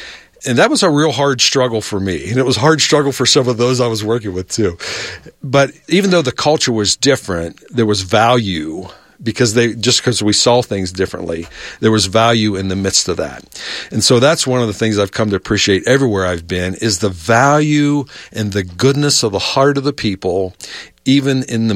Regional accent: Ohio, United States; Where I grew up in Ohio and other areas that I've served, I was familiar that the LDS culture was there

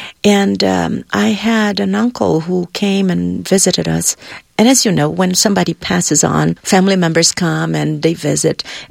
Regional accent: Brazil; moved away as an adult; now in Boston, United States; I am from Brazil

